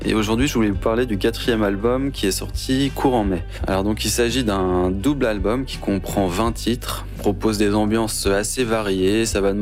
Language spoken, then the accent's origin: French; Le Havre, Normandy, France; Alors, je viens du Havre.